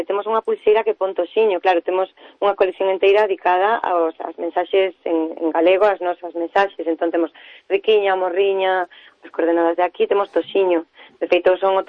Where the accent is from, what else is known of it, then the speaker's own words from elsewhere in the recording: Galicia, Spain; Sabe comer, pero sí, pero comer, comer como boa galega dáseme bastante ben.